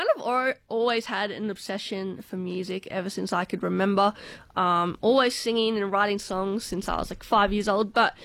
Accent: Bathurst, New South Wales, Australia; Bathurst, which is my hometown.

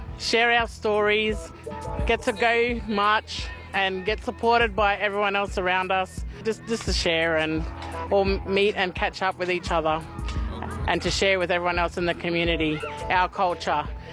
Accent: Wadeye, Northern Territory, Australia; now in Darwin, Australia; I'm from Wadeh, but I live in Darwin.

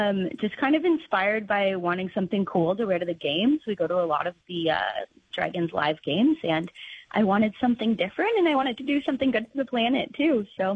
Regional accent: Canada; moved away as an adult; When I moved over here 4 years ago, so I'm from Canada, I moved over here to be with my boyfriend

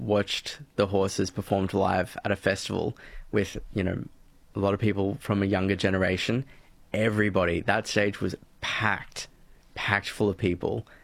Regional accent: Australia

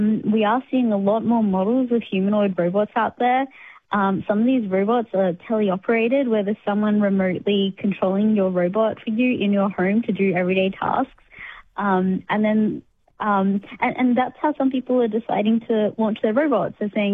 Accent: Queensland, Australia; also born or lived in Cairns; When I was 10, growing up in Far North Queensland

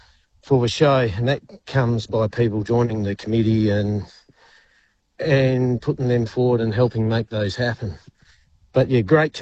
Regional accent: York, Western Australia, Australia; Yes, we've been here for quite a few generations. So, yeah, grew up growing up in York

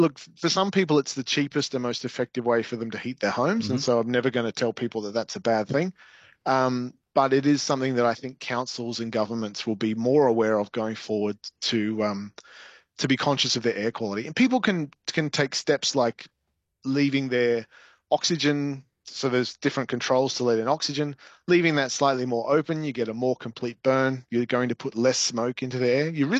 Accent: Queensland, Australia; now in Tasmania, Australia; Well, I'm from Queensland originally. I think I've asked for a chock top down here.

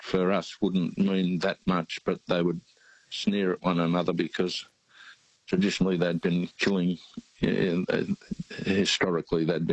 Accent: Napier, Hawke's Bay, New Zealand; But we grew up in Napier.

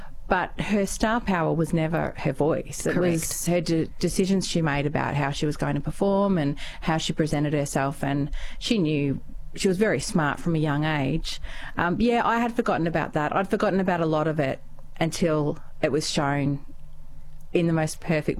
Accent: Watchem, Victoria, Australia; because I grew up in Watcham and we didn't have Neighbours.

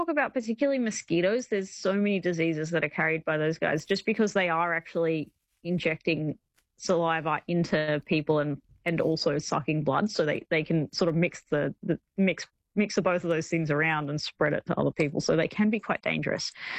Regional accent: Sydney, New South Wales, Australia; Now, I'm from Sydney, so I don't fully know what the climate is like in either of those areas.

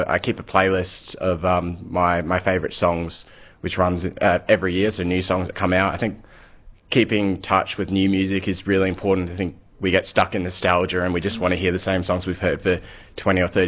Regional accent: Perth, Western Australia, Australia; moved away as an adult; also born or lived in New Zealand; now in Kalgoorlie-Boulder, Australia; So I grew up in Perth. I'm born in New Zealand, like many, I think about a tenth of the population out here, something like that.

